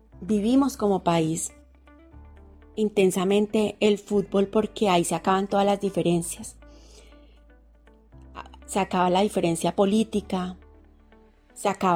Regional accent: Colombia; esta experiencia que hemos vivido como colombianos, como país

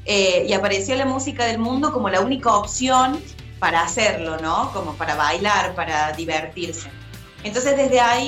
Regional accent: Alejandro Roca, Córdoba, Argentina; Yo soy de Alejandro Roca, un pueblito que está a 80 kilómetros de Río Cuarto. Estoy a una horita de viaje. Y yo crecí acá en mi Alejandro amado, en la parroquia Nuestra Señora de la Asunción.

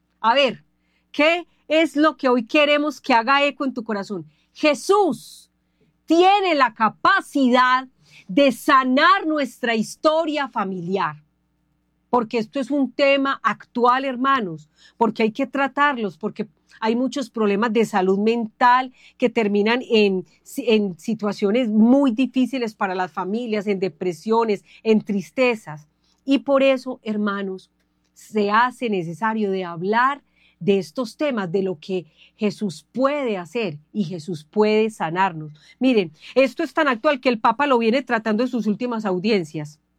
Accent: Medellín, Antioquia, Colombia; Ah, nosotros somos de Medellín, Antioquia.

